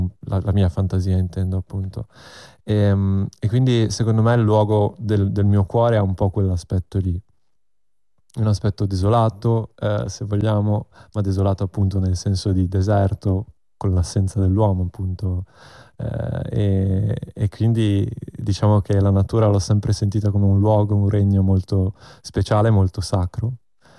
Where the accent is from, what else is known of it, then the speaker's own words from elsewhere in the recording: Friuli-Venezia Giulia, Italy; io sono cresciuto, sono nato e cresciuto in Carnia, ho sempre vissuto lì, che è un luogo prettamente molto desolato, no?